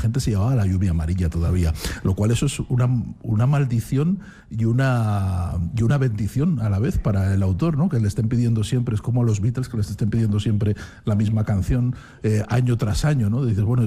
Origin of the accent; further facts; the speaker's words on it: Aragon, Spain; also born or lived in Madrid; Aragonés nacido en Madrid, claro, es lo que soy.